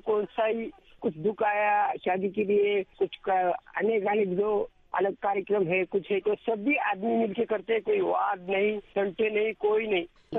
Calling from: Maharashtra, India; नांदेड़ महाराष्ट्र से बोल रहे हैं। नांदेड़ से हमारा गांव 60 किलोमीटर है।

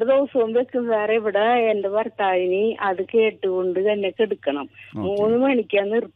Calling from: Chettikad, Kerala, India; ആ ഞാൻ ചെട്ടിക്കാട്ടിൽ നിന്നാണ് വിളിക്കണത്.

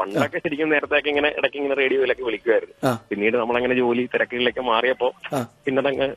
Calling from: Thuravoor, Kerala, India; എന്റെ സ്ഥലം ആലപ്പുഴ ജില്ല തുറവൂർ അടുത്താണ്.

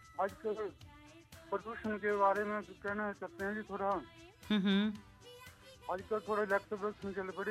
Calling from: Sandhol, Himachal Pradesh, India; मैं यहाँ संधोल, जिला मंडी का।

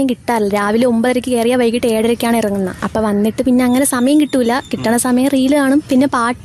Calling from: Nedumangad, Kerala, India; എന്റെ വീട് നെടുമങ്ങാട്.

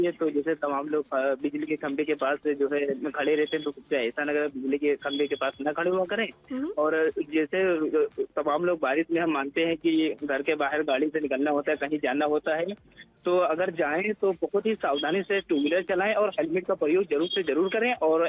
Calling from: Rampur Katra, Uttar Pradesh, India; Rampur cutter 12 बैंकी से बात कर रहे।

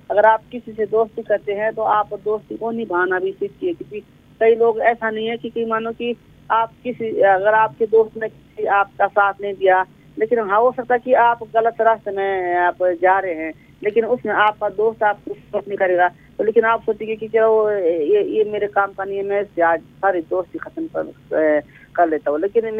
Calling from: Shimla, Himachal Pradesh, India; बात कर रहा हूँ शिमला से।

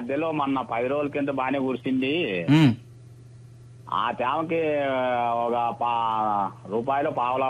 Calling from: Papinipalem, Andhra Pradesh, India; మాది అనంతపురం డిస్టిక్ గాలిదిన మండలం పాపినేపాల్ నుంచి.

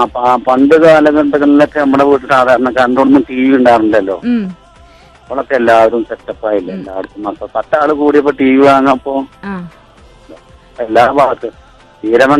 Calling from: Cherpulassery, Kerala, India; ഞങ്ങള് ചെർപ്പുളശ്ശേരിക്കാർക്ക് വലിയൊരു ആവേശം തന്നെ.

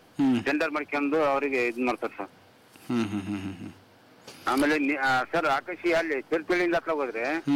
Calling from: Karnataka, India; ಇಲ್ಲಿ ನಮ್ಮೂರಲ್ಲಿ, ನಮ್ಮ ಆದ್ರಳ್ಳಿ ಅಂತ ಆನಗರಿಂದ ಭದ್ರಾವತಿ ತಾಲೂಕು ಆದ್ರಳ್ಳಿ ಕೈಮಾರದಿಂದ ಈ ಕಡೆ.

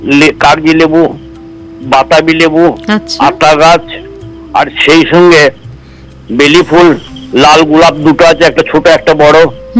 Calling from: West Bengal, India; আমাদের এখানে ভালকি মাচান বলে একটা জায়গা আছে, বুঝলেন, অরণ্যরানী ভালকি মাচান

